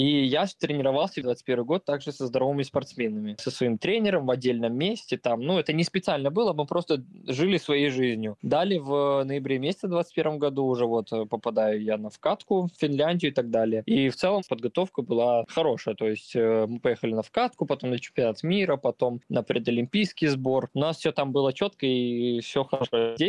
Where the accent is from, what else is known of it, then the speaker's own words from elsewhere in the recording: Novopolotsk, Vitebsk Region, Belarus; я родом из Новополоцка, оттуда сейчас сейчас мой действующий тренер личный